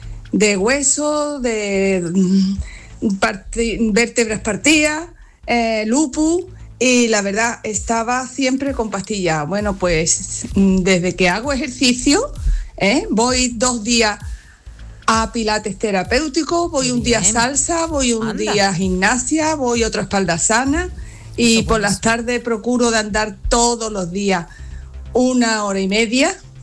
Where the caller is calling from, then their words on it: Algeciras, Andalusia, Spain; de Algeciras. Yo tengo 65 años.